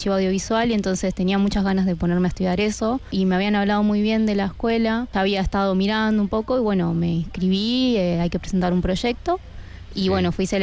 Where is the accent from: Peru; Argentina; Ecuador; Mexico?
Argentina; moved away as an adult; now in Spain; Vengo de Argentina.